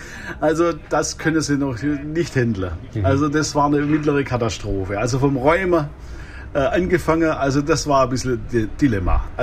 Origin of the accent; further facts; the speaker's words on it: South, Germany; now in Paddingbüttel, Germany; Das ist nicht so wie im Süden, wo ich herkomme. Wir sind in Niedersachsen ein Flächenland. Das heißt, ich wohne in Paddingbüttel.